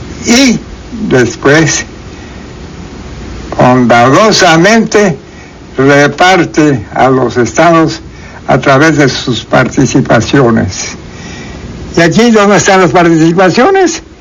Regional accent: Quintana Roo, Mexico

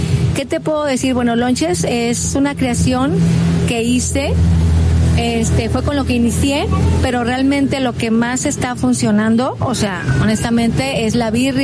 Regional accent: Guadalajara, Jalisco, Mexico; born there; now in Manzanillo, Mexico; me siento manzanillense, es el primer lugar después de mi natal Guadalajara, donde me he sentido muy cómoda y muy feliz, y estoy haciendo una vida aquí. Entonces dije, bueno, pues me gusta Manzanillo, vivo en Manzanillo

